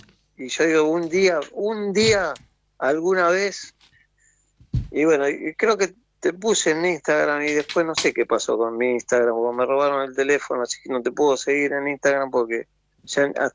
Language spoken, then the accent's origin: Spanish; Francisco Álvarez, Buenos Aires Province, Argentina; also born or lived in Moreno; nací en Álvarez. Había como un lugar que como era campo, hasta que después nos llevaban al centro de Moreno.